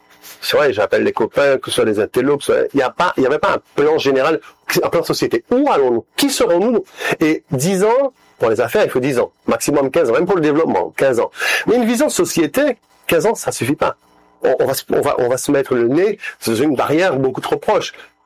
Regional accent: Haiti; C'est dur ce que je dis, mais je parle pour moi, je suis haïtien.

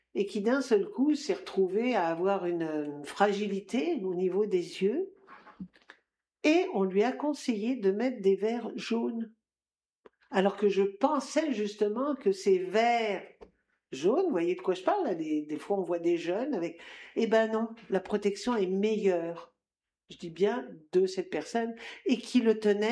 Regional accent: France; C'est la France, mon pays d'origine.

